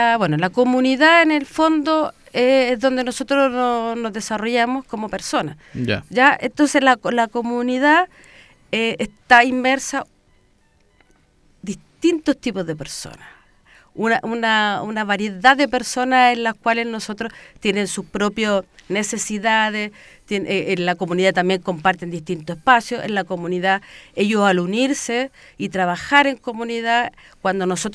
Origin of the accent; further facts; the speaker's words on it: Puente Alto, Santiago Metropolitan Region, Chile; Yo siempre me crié en Puente Alto, en la típica población